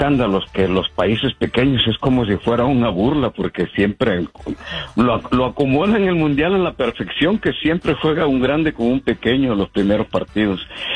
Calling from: Houston, Texas, United States; de aquí de Houston.

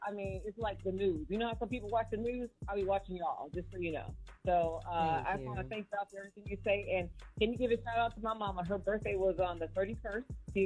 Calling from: Milwaukee, Wisconsin, United States; I'm calling from Mary. Next door, Milwaukee.

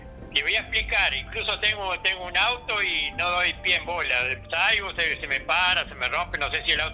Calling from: Maldonado, Uruguay; De Maldonado.

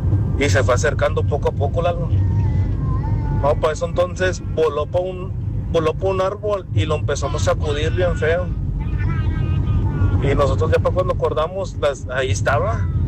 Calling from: Monterrey, Nuevo León, Mexico; Yo soy de acá de Monterrey, Nuevo León.

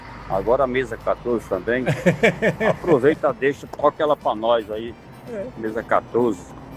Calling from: Santo André, São Paulo, Brazil; de Santo André.

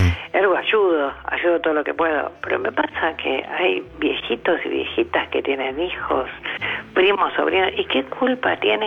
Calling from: Adrogué, Buenos Aires Province, Argentina; yo vivo en Adrogué

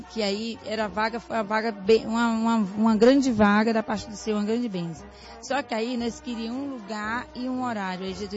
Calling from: Maricá, Rio de Janeiro, Brazil; eu venho de Inhã, Maricá.

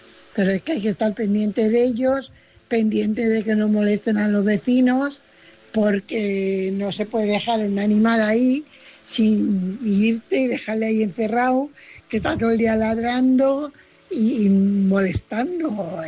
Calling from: Fuenlabrada, Community of Madrid, Spain; corresponsal de Fuenlabrada.

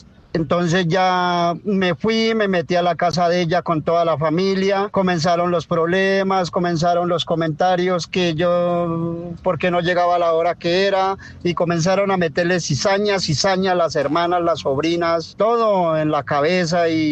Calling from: El Cocuy, Boyacá, Colombia; Yo soy del Cocuy, Boyacá, nosotros somos boyacenses a morir. Y usted sabe, mi querido Junior, que nosotros los boyacenses somos muy trabajadores, honrados y servidores.

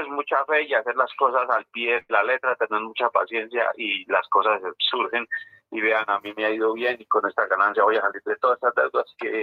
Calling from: Macanal, Boyacá, Colombia; estoy llamando de Macanal, Boyacá

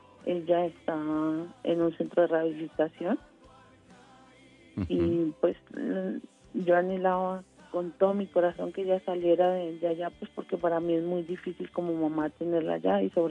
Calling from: Tunja, Boyacá, Colombia; Estoy en Tunja, en Tunja.

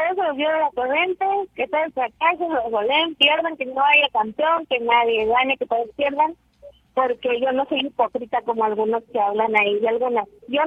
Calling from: Monterrey, Nuevo León, Mexico; Soy regia, mucha honra, mucho orgullo

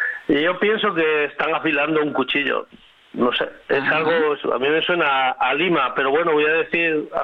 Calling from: Yecla, Region of Murcia, Spain; Desde Yecla.

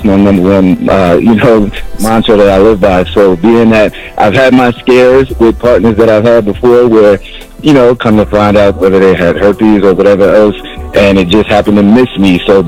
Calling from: Hempstead, New York, United States; I'm calling from Hempstead.

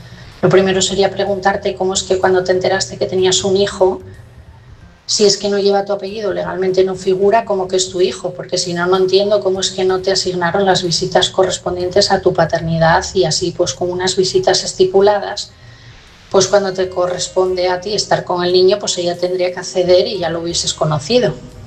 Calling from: Asturias, Spain; de Asturias y mi mensaje esta noche es para Pedro.

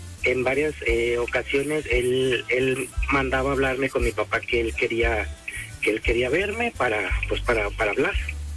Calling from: Tonalá, Jalisco, Mexico; de aquí de Tonalá.

